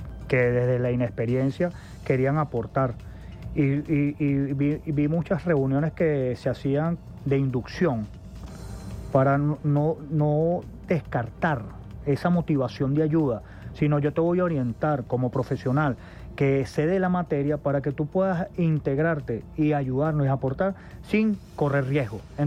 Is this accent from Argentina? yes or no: no; Venezuela; nosotros como venezolanos